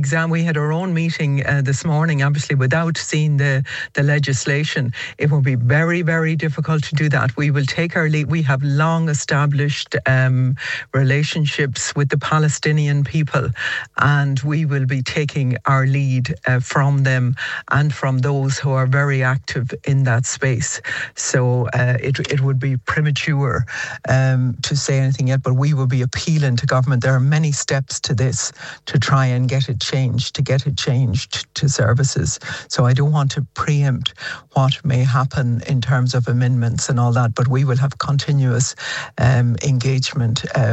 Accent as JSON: {"language": "English", "country": "Ireland", "said": "we have to stand up as an Irish nation."}